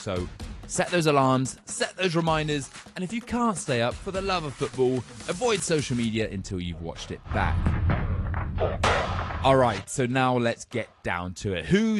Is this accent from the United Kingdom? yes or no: yes; England, United Kingdom; Come on, now I am English. I am biased, you might have guessed, but I do genuinely believe that this could be our year.